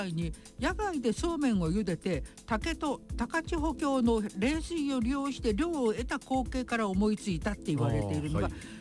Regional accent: Hiroshima, Japan; 私やっぱり広島育ちだから、昔は広島はあの水戸よりも暑かったのよ。

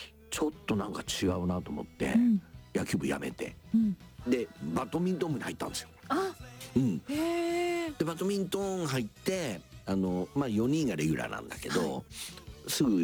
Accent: Takamatsu, Kagawa, Japan; moved away; 俺帰ったら、はい、まあもう今は母ちゃんが死んじゃって、帰る家もないので高松入ることはもうなくなっちゃった

